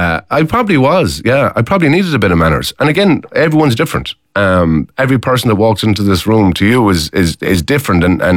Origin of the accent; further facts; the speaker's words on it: Connacht, Ireland; I'm from Mayo for me sins.